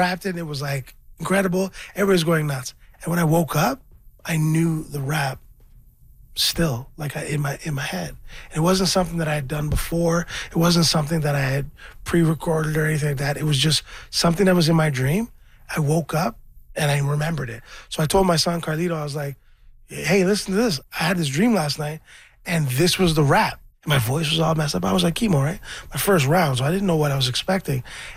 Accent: Scarborough, Ontario, Canada; I was raised in Scarborough, Ontario, and I'm just currently fighting cancer

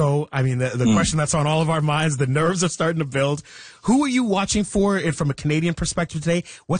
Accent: Ghana; because I'm Ghanaian as well.

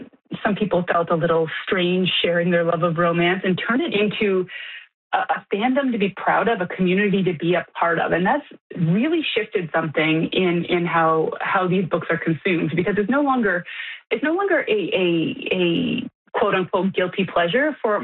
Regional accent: Canada

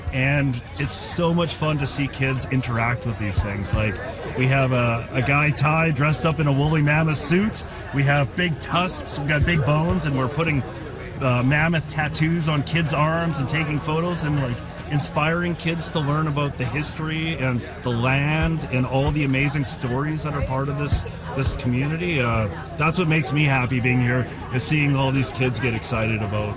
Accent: Whitehorse, Yukon, Canada; I'm from Whitehorse

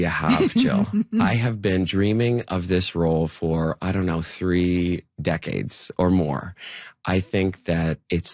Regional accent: Whitby, Ontario, Canada; And so growing up in Whitby

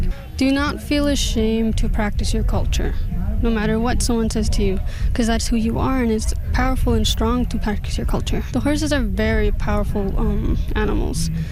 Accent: Frog Lake First Nation, Alberta, Canada; I'm from Frog Lakes First Nation.

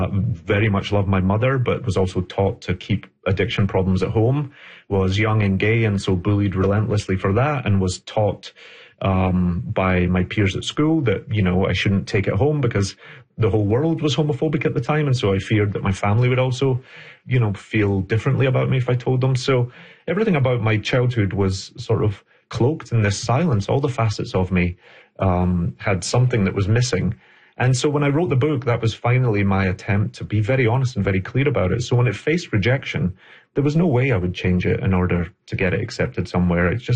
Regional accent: Scotland, United Kingdom; a child growing up in Scotland where he's facing a lot of shame and, you know, there is poverty and addiction and sexuality issues. And I think so much of it was drawn from my own childhood.

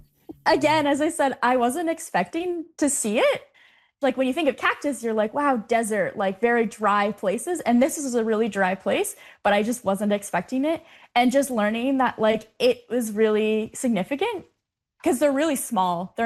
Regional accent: Ontario, Canada; I grew up on Georgian Bay and I've always been connected to land.

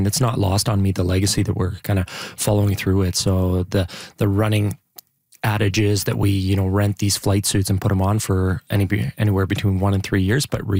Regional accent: Milton, Ontario, Canada; moved away; also born or lived in Georgetown, Ontario; I grew up just outside Toronto here in Milton and Georgetown, so it's kind of like a bit of a homecoming for me

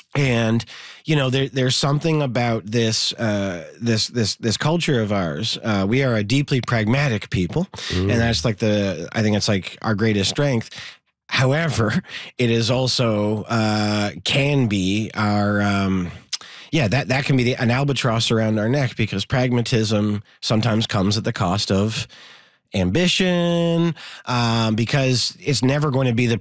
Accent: Montreal, Quebec, Canada; I have lived here my mm-hmm. entire life. I grew up Anglo boy in Montreal in the 90s.

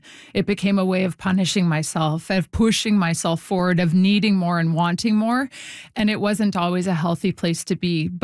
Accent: Winnipeg, Manitoba, Canada; It was community sport growing up in Winnipeg, playing ringette, playing soccer, playing all the games that my fr

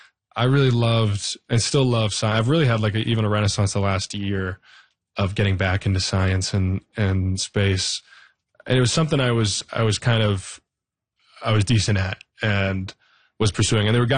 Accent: Galt, Ontario, Canada; Yes, I'm from Galt.

